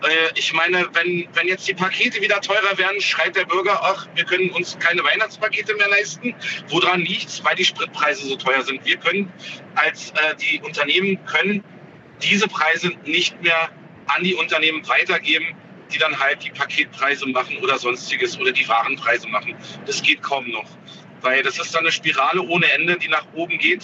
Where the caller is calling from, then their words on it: Gerbstedt, Saxony-Anhalt, Germany; Naja, nicht ganz im Harz unterwegs, aber da komme ich her aus Gerbstedt.